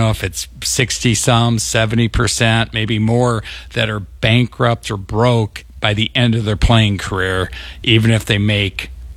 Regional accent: Nebraska, United States; also born or lived in Sioux City, Iowa; Of course, I was born in Sioux City, grew up in small town Nebraska.

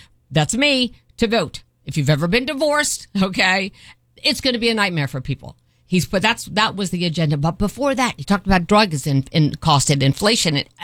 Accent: United States; now in Florida, United States; That's what I walked away with as an American.

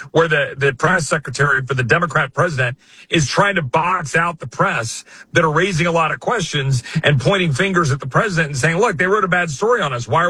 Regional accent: United States; I believe that as a Christian. I believe that as an American. I believe that as a conservative.

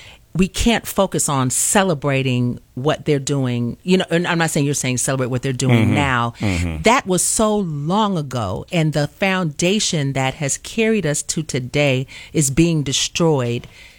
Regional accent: United States; I grew up in Hyde Park. I'm used to all of that.

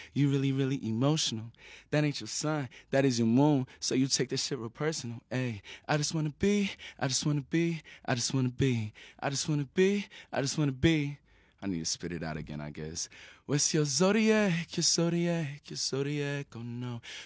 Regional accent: Passaic, New Jersey, United States; I'm hailing from Passaic, New Jersey.

